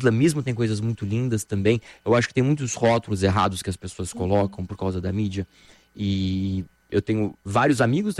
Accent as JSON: {"language": "Portuguese", "country": "Brazil", "tie": "born or raised there", "said": "eu amo a minha vida, é muito legal aqui eu crescendo na Vila Militar, por exemplo, mas o mundo não é só isso."}